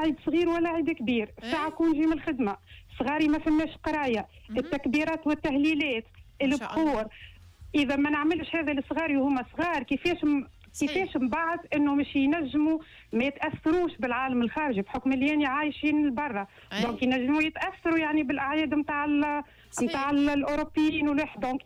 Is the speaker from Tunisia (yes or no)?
yes; Sousse, Sousse Governorate, Tunisia; now in Sweden; من السويد اما الحقيقه اني يعني اصلي من سوسه.